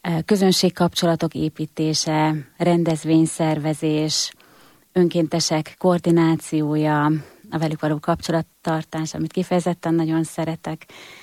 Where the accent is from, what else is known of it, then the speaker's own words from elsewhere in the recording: Debrecen, Hajdú-Bihar, Hungary; born there; Debrecenben születtem, két testvérem van, ők ikrek, és egy nagyon-nagyon szerető családban tudtunk felnőni. A hitbe ugyan később, meg a vallásba is később nőttem, vagy növögetek bele a gyerekeimmel együtt